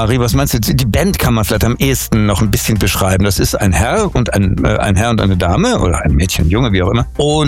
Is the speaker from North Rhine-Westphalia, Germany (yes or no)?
yes; Dortmund, North Rhine-Westphalia, Germany; moved away; da bin ich ja immerhin geboren in Dortmund und da habe ich noch viele, viele Erinnerungen